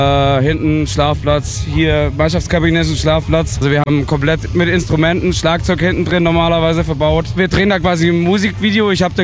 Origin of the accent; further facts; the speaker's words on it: Baden-Württemberg, Germany; ich komme aus Baden-Württemberg vom Bodensee direkt.